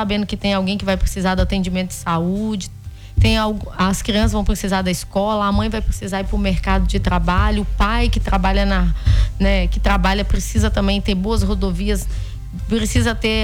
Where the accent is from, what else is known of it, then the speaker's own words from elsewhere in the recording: Alto Rio Novo, Espírito Santo, Brazil; moved away as an adult; now in Greater Vitória, Brazil; Eu nasci, né, e minha vida inteira foi na cidade de Alto Rio Novo. Eu saí de Alto Rio Novo depois de ter cumprido o mandato de prefeita, com 33 anos de idade, para ir para Grande Vitória